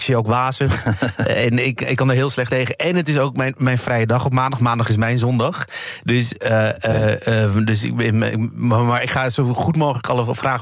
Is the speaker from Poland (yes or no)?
yes; Poland; Want ik ben zelf ook Pools.